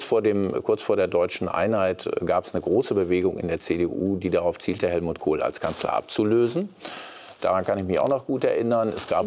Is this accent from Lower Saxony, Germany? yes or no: yes; Lower Saxony, Germany; ich komme aus Niedersachsen, ich erlebe das an den VW-Standorten